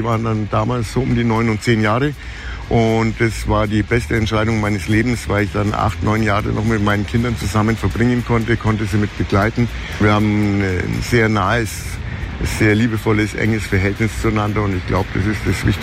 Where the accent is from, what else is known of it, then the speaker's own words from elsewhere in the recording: Bavaria, Germany; now in Bayreuth, Germany; ganz einfach als Oberfranke noch. Wir haben hier einen schönen Fleck Erde erwischt mit dem Fichtelgebirge außenrum, die Fränkische Schweiz.